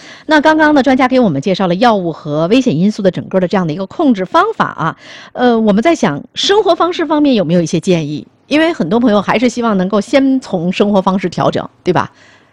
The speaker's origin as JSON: {"language": "Chinese", "region": "Tianjin", "country": "China", "said": "咱们天津人"}